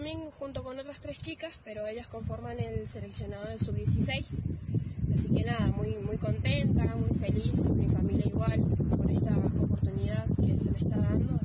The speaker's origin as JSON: {"language": "Spanish", "region": "San Juan", "country": "Argentina", "said": "que había sido convocada a la Selección Nacional de San Juan, de Argentina, perdón, siendo la única sanjuanina."}